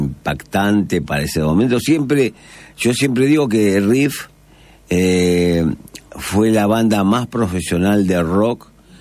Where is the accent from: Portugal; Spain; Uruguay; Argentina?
Argentina; Buenos Aires; yo me crié en Once, mi barrio, Once Almagro